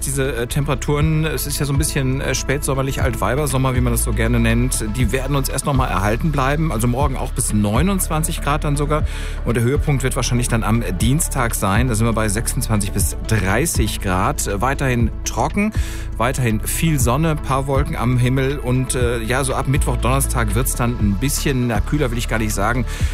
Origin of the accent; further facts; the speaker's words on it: Nordwalde, North Rhine-Westphalia, Germany; Das stimmt. Ich aus Nordwalde.